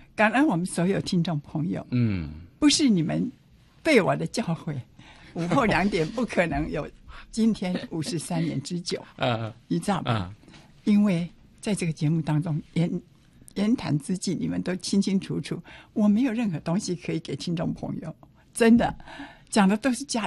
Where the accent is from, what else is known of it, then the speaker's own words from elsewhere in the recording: Shiding, New Taipei, Taiwan; born there; Chinese is a second language; also born or lived in Jiufen, New Taipei, Taiwan; 我们搬到石碇、